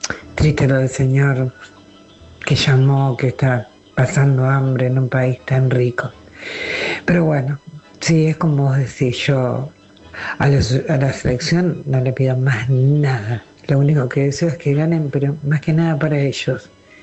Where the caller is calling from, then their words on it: Adrogué, Buenos Aires Province, Argentina; amigos queridos de la madrugada … de Adrogué